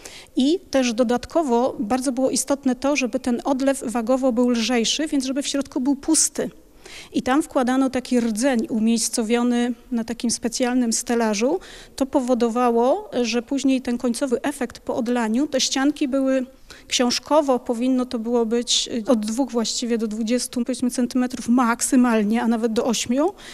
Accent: Gliwice, Silesian Voivodeship, Poland

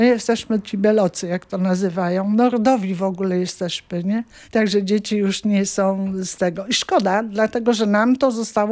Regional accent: Puck, Pomeranian Voivodeship, Poland; Mój dziadek urodził się w Pucku, mój ojciec urodził się w Pucku, ja się urodziłam w Pucku. My jesteśmy wszyscy od urodzenia razem z mężem Puczanami.

